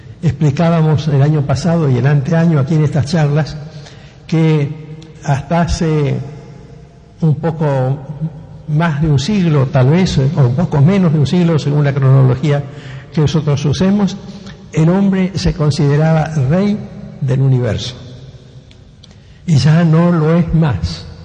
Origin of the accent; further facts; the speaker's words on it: Rosario, Santa Fe, Argentina; los que me conocen como rosarino de toda la vida saben que soy un hombre que no tengo vastos recursos ni nada